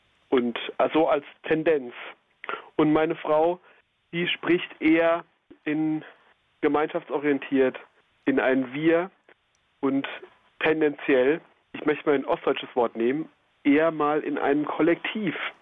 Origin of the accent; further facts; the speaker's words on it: West Germany, Germany; Denn ich als alter Wessi in Anführungszeichen spreche manchmal mehr für mich